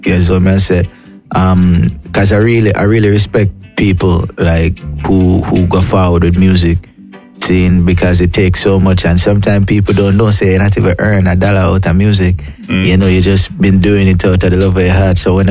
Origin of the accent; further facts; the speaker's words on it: Kingston, Kingston Parish, Jamaica; I'm from Trenchtown community